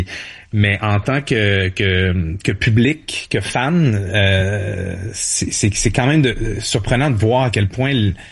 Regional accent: Montreal, Quebec, Canada; born there; Ben moi je suis né à Montréal, fait que j'étais un peu brainwashed.

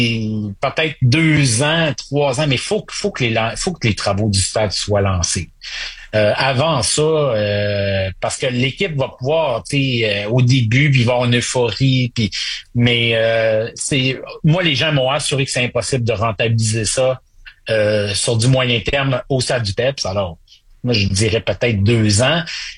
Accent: Saguenay, Quebec, Canada; Moi, j'ai grandi au Saguenay.

